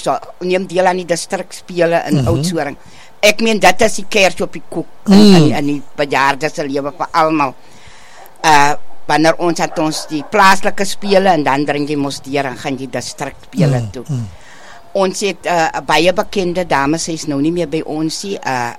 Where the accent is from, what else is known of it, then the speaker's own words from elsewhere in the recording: Plettenberg Bay, Western Cape, South Africa; born there; Ja, ek is gebore in Plettenberg Bay.